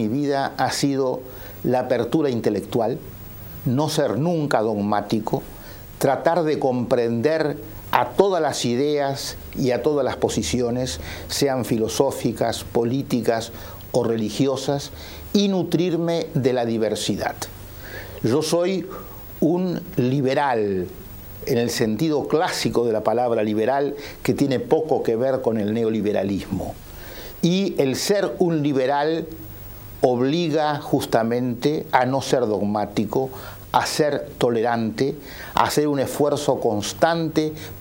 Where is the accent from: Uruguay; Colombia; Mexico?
Uruguay; No somos ni argentinos ni brasileños, aunque estamos indefectiblemente unidos por el pasado y por el presente a lo que ocurre en ellos.